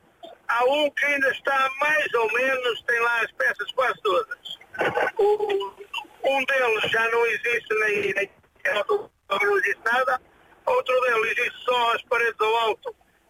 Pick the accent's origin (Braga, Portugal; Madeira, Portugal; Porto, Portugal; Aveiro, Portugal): Porto, Portugal; Lousada; eu na minha zona, onde eu sou natural do Conselho de Lousada, ali de uma freguesia do Sol de Santo Lara de Bagosa